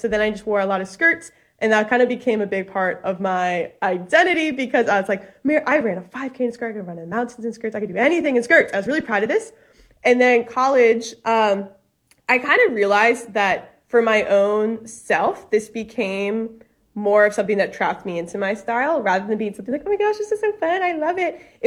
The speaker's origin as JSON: {"language": "English", "town": "New Orleans", "region": "Louisiana", "country": "United States", "tie": "born or raised there", "said": "I'm originally from New Orleans, and so born and raised in the South, a great time. Grew up cradle Catholic"}